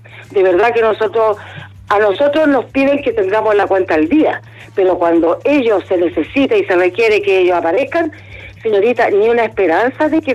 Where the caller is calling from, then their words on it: Conchalí, Santiago Metropolitan Region, Chile; De Conchalí.